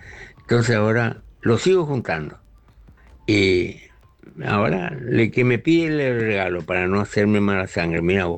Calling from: Clorinda, Formosa, Argentina; de Clorinda. Bueno, con respecto a la consigna, me gusta coleccionar mates, todas las clases de mates o guampa, como le llaman acá en Formosa

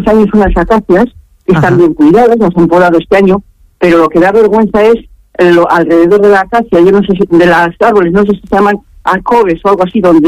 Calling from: Spain; soy la vecina del Paseo de los Pisones.

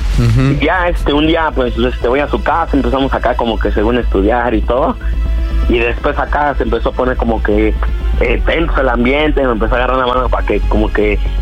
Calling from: Mexico City, Mexico; aquí desde la Ciudad de México.

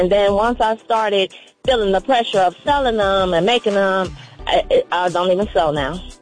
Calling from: Cleveland, Ohio, United States; I'm calling from Cleveland.

